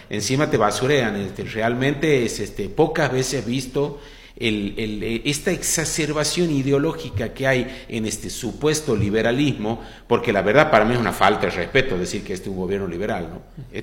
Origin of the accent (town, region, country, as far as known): Argentina